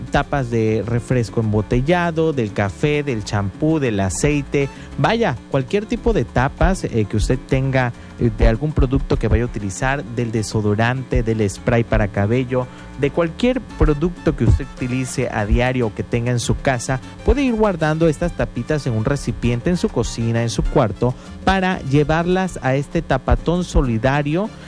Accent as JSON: {"language": "Spanish", "country": "Mexico", "said": "lo orgulloso que somos de ser mexicano."}